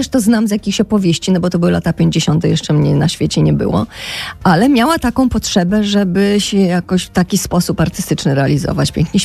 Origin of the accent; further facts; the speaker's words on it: Podlaskie Voivodeship, Poland; Bardzo ważnymi osobami w moim życiu byli moi dziadkowie, bo wychowałam się w zasadzie na wsi pod Białymstokiem u nich